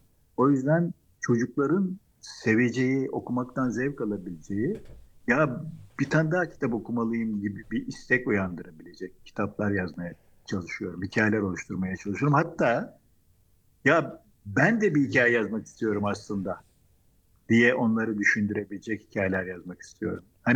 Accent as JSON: {"language": "Turkish", "region": "Samsun", "country": "Turkey", "tie": "born there", "also_born_or_lived": "Istanbul", "said": "Samsun'da doğdum. Ama ailem Samsunlu değil. Babam İstanbullu, annem Selanik doğumlu. İstanbul'da mimarlık okudum."}